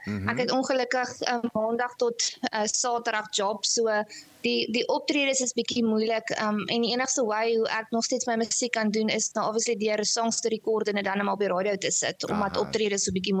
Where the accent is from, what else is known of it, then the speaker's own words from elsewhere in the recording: Oudtshoorn, Western Cape, South Africa; also born or lived in Port Elizabeth; now in Mossel Bay, South Africa; Ek is gebore eindelijk in Port Elizabeth. Okay. My pa was daar in die gevangenis in die gelees en toe het ons Mosselbaai toe gekom en toe Oudtshoorn toe en daar het ek groot geworden en as ek weer terug in Mosselbaai.